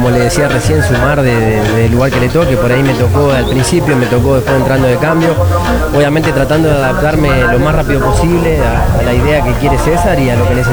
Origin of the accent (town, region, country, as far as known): Argentina; moved away as an adult; now in Costa Rica